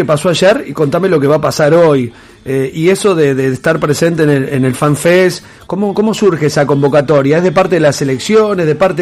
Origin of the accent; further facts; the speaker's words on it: Santa Fe, Argentina; como argentinos, pero principalmente como santafesinos